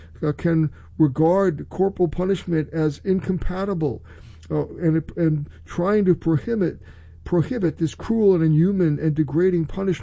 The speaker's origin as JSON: {"language": "English", "country": "United States", "said": "as an American Christian"}